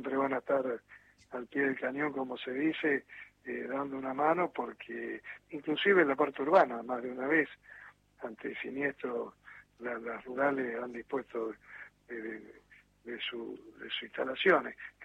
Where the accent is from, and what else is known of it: Argentina